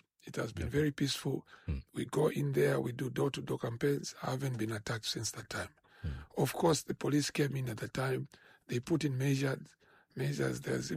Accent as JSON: {"language": "English", "town": "Lusaka", "region": "Lusaka Province", "country": "Zambia", "tie": "born or raised there", "said": "No, son of Chawama. I was raised in Chawama. I've been in Chawama throughout my life. My family moved to Chawama in 1978 when I was just 5 years old. So I've lived in Chawama all my life. I went to Chawama Primary School from grade 1 to grade 7."}